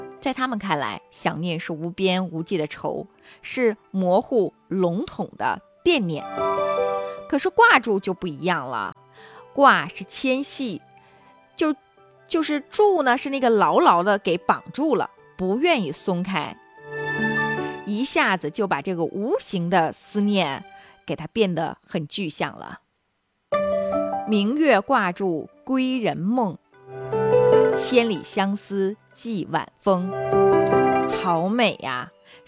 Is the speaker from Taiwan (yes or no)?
no; Panjin, Liaoning, China; 。哎，你觉得咱们盘锦有方言吗？最起码可以归纳为是东北的方言。